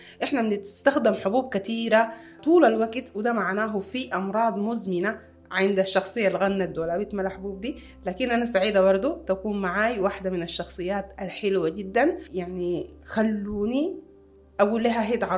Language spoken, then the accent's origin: Arabic; Sudan; وإحنا عندنا في السودان المواضيع الطبية دي مواضيع شائكة جدا